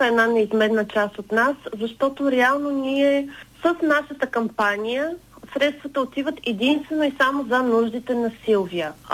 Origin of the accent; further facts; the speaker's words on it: Plovdiv, Plovdiv Province, Bulgaria; moved away as an adult; also born or lived in Sofia; родом сме се от Пловдив, защото аз, мъжа ми и цялото ни семейство сме пловдивчани. Просто с течение на годините отидохме да живеем в друг град.